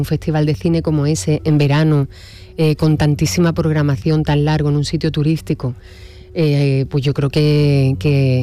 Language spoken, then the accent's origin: Spanish; Huelva, Andalusia, Spain; era el premio era en Huelva, y yo soy onubense también, así es que era cerrar un círculo interesante, sí.